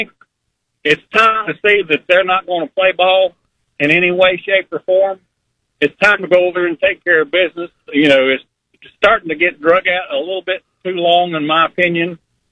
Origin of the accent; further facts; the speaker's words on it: North Carolina, United States; I'm being from North Carolina, born and raised.